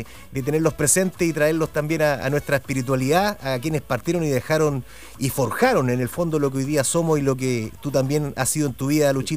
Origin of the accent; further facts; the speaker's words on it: Hualpén, Biobío, Chile; moved away; en mi tierra natal, en Hualpén